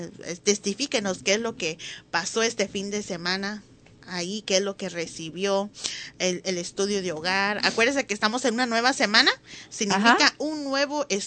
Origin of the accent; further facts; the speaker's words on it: Florida, United States; now in Tennessee, United States; yo nací y crecí en Florida